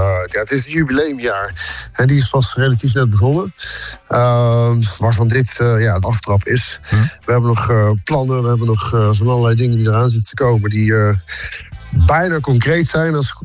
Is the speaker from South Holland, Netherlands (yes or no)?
no; Waalwijk, North Brabant, Netherlands; En al die mensen, en waar heel veel bekenden, ook uit Waalwijk, waar ik opgegroeid ben.